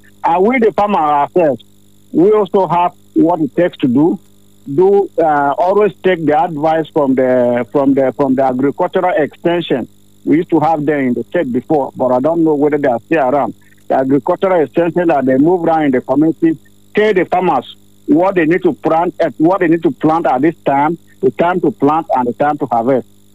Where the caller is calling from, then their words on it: Makurdi, Benue, Nigeria; I'm calling here in Agbo, Makurdi, Benue State.